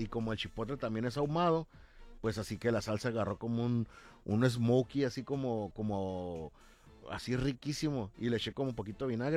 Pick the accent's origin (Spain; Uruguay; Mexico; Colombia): Mexico; Yo creo que la salsa nos da la identidad como mexicanos.